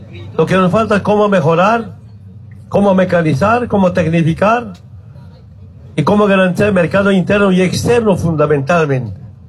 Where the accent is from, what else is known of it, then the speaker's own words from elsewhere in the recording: Orinoco, Oruro, Bolivia; now in Cochabamba, Bolivia; Yo soy del interior y soy de Orinoco, vengo acá a sobrevivir.